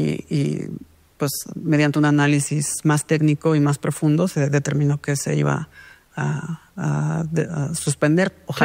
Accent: Mexico; como mexicanos y como miembros de comunidades

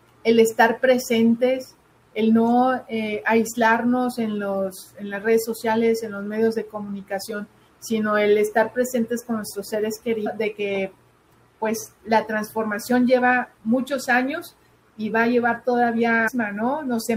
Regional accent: Mexico; yo ya tengo la mexicana y tengo suficiente con la mexicana, no necesito otra nacionalidad.

